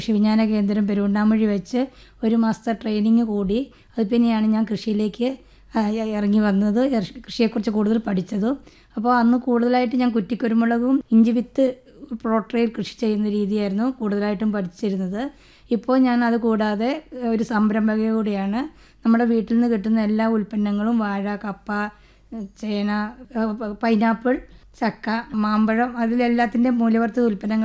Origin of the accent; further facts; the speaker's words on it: Koorachundu, Kerala, India; ഞാൻ കൂരാച്ചുണ്ട് പഞ്ചായത്തിൽ നിന്നാണ് വരുന്നത്.